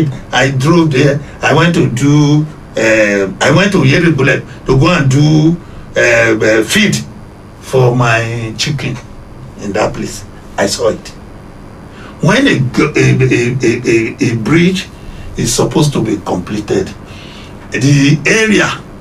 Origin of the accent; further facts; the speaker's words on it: Ondo, Nigeria; I'm from Akoko Southwest.